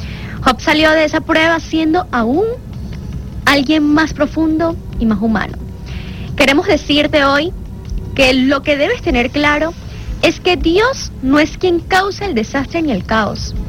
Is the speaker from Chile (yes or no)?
no; Venezuela